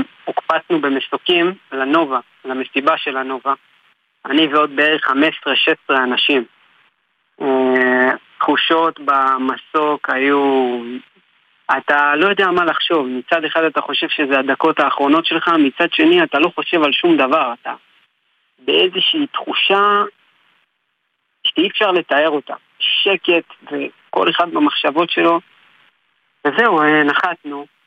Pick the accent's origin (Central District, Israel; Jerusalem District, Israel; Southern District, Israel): Central District, Israel; Kfar Saba; החלטנו שאנחנו משנים פה קצת את האווירה והולכים עולים על כפר סבא, כן, אנחנו מפה.